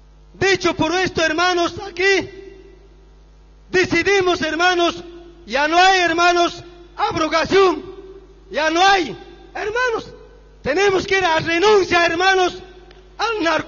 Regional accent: Bolivia; now in Oruro, Bolivia; yo te estoy hablando de aquí, como boliviano

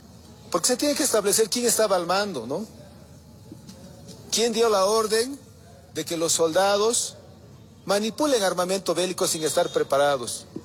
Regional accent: Bolivia

